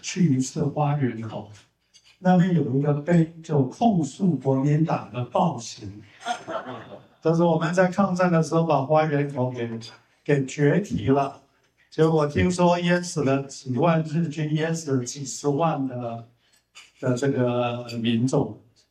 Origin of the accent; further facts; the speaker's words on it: Taiwan; 我们台湾人